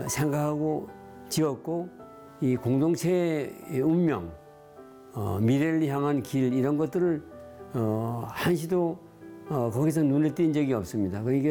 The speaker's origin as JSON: {"language": "Korean", "town": "Gangneung", "region": "Gangwon", "country": "South Korea", "tie": "born or raised there", "moved": "yes", "said": "강릉에 있는 내 고향까지"}